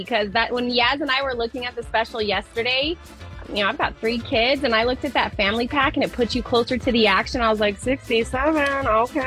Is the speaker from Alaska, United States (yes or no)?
no; Colorado, United States; now in Tucson, United States; And growing up in Colorado